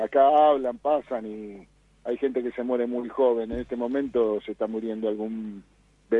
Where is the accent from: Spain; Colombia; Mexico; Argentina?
Argentina; yo estoy convencido de que soy argentino